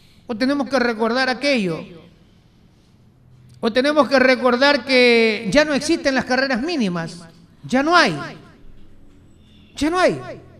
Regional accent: Manta, Manabí, Ecuador; la realidad que vivimos los mantenses.

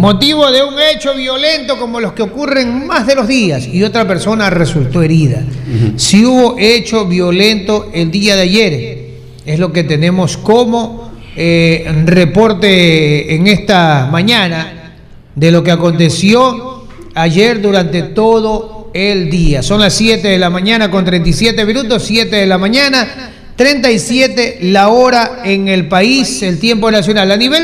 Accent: Ecuador; Somos los ecuatorianos los que vamos a ejercer nuestro derecho

